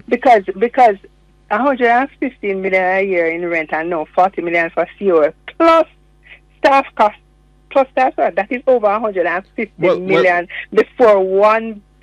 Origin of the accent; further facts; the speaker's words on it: Trelawny, Jamaica; in Trelawney, where I'm from, right?